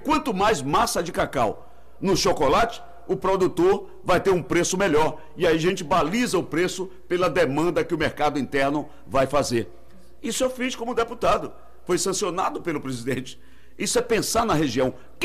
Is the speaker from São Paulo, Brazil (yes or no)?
no; Ilhéus, Bahia, Brazil; eu sou oriundo da área rural, nasci aqui em Banco Central, depois fui para a cidade de Ilhéus para estudar.